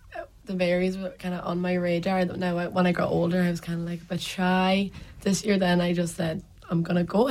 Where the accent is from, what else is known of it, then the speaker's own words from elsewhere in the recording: Ulster, Ireland; If I was going to represent anywhere, I'm from Donegal, I'm from Ulster, it could have been any of them